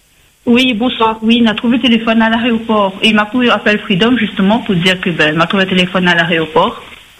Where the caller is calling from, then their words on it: Réunion, France; Oui, mais je suis de La Réunion.